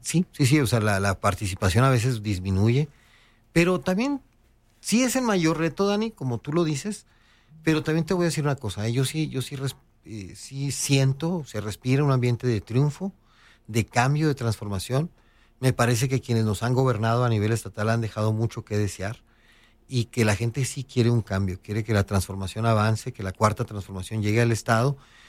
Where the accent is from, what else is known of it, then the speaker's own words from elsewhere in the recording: Chihuahua, Mexico; los chihuahuenses vamos a estar a recibir muchas encuestas de todo tipo.